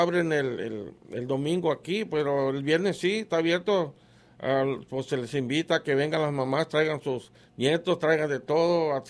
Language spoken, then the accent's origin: Spanish; Guerrero, Mexico; moved away; yo conozco casi toda la raza mía que somos de allá, de Guerrero.